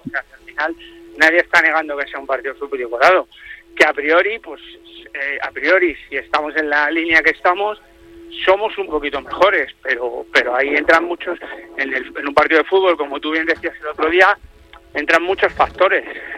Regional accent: Spain; Hombre, yo creo que se nota que nosotros somos españoles, sí.

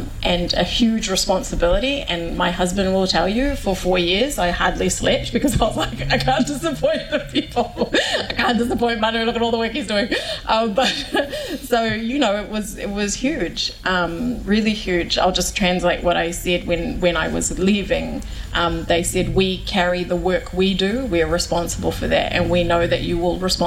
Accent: East New Britain, Papua New Guinea; I'm from East New Britain, and we are matriarchal land passes through women, all traditional land.

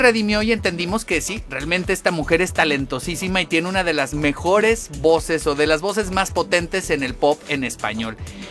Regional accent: Mexico; Es lo que nos merecemos como mexicanos.

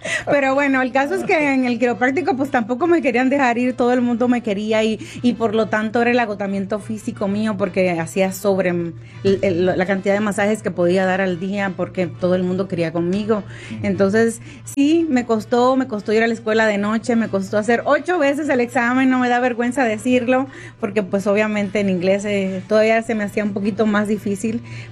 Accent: Dominican Republic; moved away; Yo soy dominicana, sí.

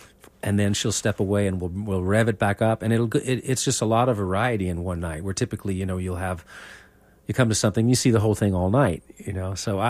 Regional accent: New York City, New York, United States; I'm from Manhattan

